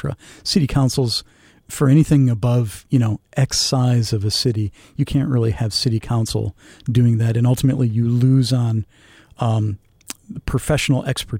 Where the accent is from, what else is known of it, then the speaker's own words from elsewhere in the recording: Michigan, United States; I grew up in the Downriver area